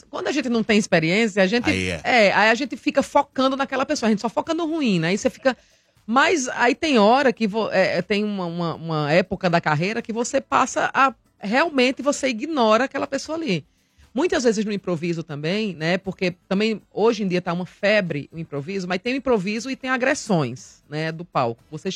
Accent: Northeast Region, Brazil; accent: nordestino

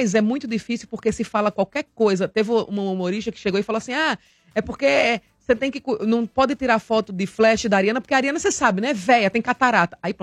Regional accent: Northeast Region, Brazil; accent: nordestino

